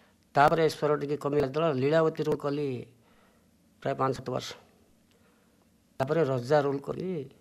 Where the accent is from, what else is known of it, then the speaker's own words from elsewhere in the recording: Mundapota, Odisha, India; ମୁଣ୍ଡପୋତା।